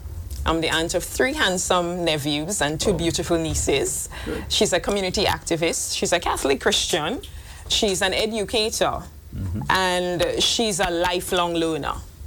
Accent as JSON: {"language": "English", "country": "Trinidad & Tobago", "tie": "born or raised there", "said": "So that's where I grew up, and that's where I had my childhood, the community of Belair."}